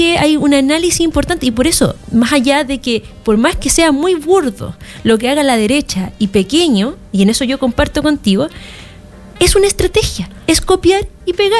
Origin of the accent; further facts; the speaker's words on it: Chile; acá, en nuestro país